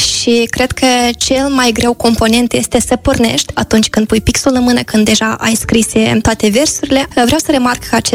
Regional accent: Moldova; Data de 24 pentru noi ca moldoveni are un loc aparte.

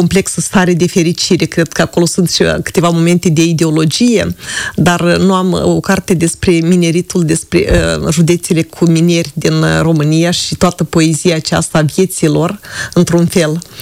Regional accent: Moldova

